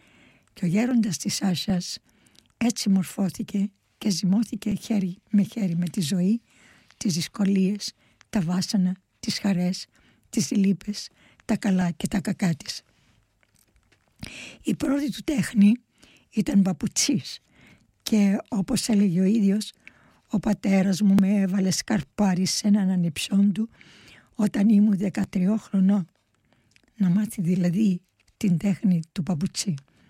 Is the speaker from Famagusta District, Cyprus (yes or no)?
no; Limassol, Limassol District, Cyprus; Αργότερα στην πόλη μου, τη Λεμεσό, τον είχα δει σε μια φωτογραφία σε ένα δημόσιο χτίριο